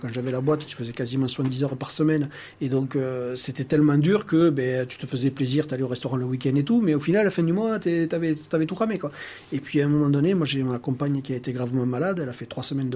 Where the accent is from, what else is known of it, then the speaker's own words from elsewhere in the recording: Flagnac, Occitanie, France; also born or lived in Decazeville; Alors, je suis un Navarronais pure souche. Je suis né à Decazeville. J'ai grandi à Flagnac.